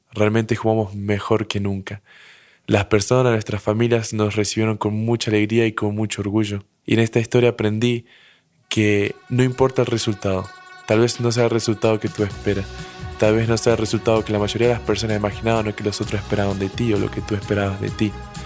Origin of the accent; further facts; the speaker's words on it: Rocha, Uruguay; soy de Rocha, una ciudad pequeña de aproximadamente 20.000 personas en Uruguay.